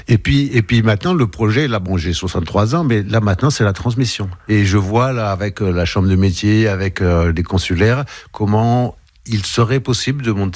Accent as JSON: {"language": "French", "region": "Auvergne-Rhône-Alpes", "country": "France", "tie": "born or raised there", "moved": "yes", "lives_now": "Limousin, France", "said": "Je suis originaire de l'Auvergne"}